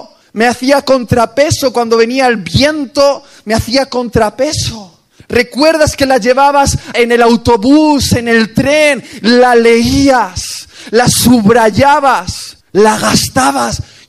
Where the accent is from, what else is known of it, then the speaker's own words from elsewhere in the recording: Basque Country, Spain; Y yo le dije, orgulloso como buen vasco